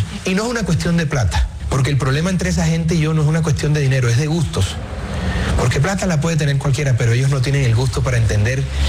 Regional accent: Caribbean coast, Colombia; also born or lived in Bogotá; Circunstancial, nací en la clínica del Country hace 40 añitos, pero soy más costeño que el carajo.

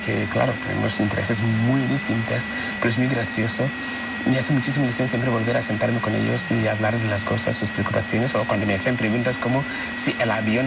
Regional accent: Peru; Y soy peruano. Mi padre es peruano, mi abuelo es peruano.

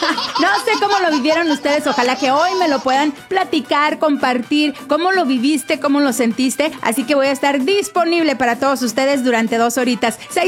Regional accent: Mexico; No sé qué me pasó ayer como buena aficionada, como buena mexicana, pero hasta chillé.

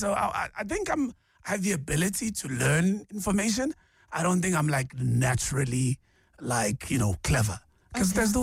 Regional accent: Umlazi, KwaZulu-Natal, South Africa; I grew up in Umlazi. I was born in Umlazi.

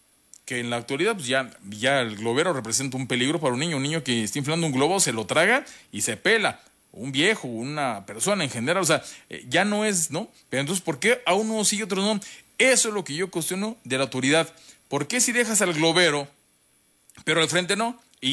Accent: Mexico

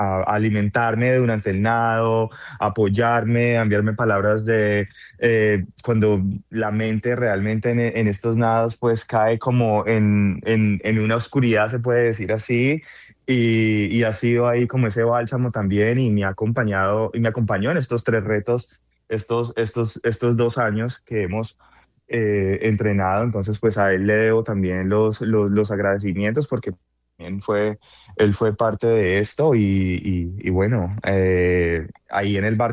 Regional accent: Colombia; moved away as an adult; now in San Francisco, United States; Bueno, yo en el 2021 tuve que salir de Colombia por amenazas de muerte. A mí me golpearon durante el paro nacional también que se vivió en este año. Entonces, pues lastimosamente tuve que salir del país y me exilié aquí en Estados Unidos.

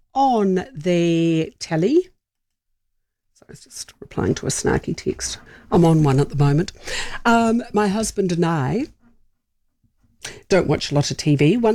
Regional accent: New Zealand; when they heard we came from New Zealand, they got really excited

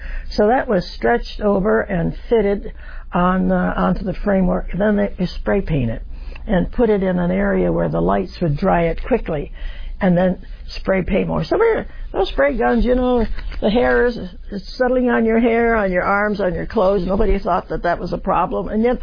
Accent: West Virginia, United States; born there; And I said, well, I was born in West Virginia

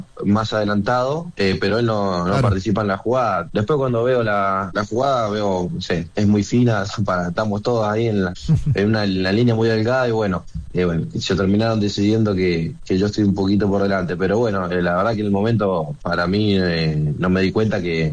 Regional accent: Mendoza, Argentina; No, la verdad que para mí, siendo mendocino, para mí es ver a los equipos de Mendoza que crezcan

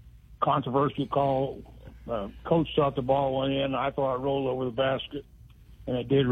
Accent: Verdon, Illinois, United States; I grew up in Verdon, Illinois.

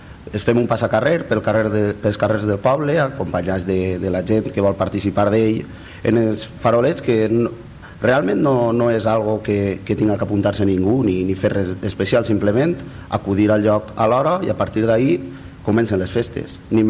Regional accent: Alfarrasí, Valencian Community, Spain; now in Bèlgida, Spain; jo soc fester en el meu poble, perquè jo soc d'Alfarrasí, jo soc així un belgidà adoptiu

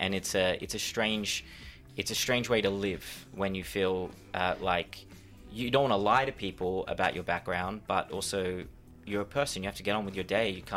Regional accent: Australia; I say, I'm Australian. He goes, I seen your face, you're Yemeni, you're Temeni. I say, yeah, my father's family from Yemen.

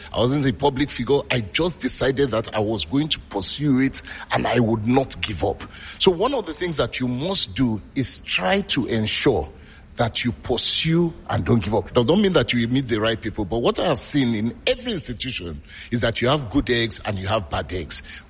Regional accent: Nigeria; I have opened offices in many countries as a Nigerian speaking to the Nigerian narrative of being very, very aggressive, not taking no for an answer, pushing what we as Nigerians are good at.

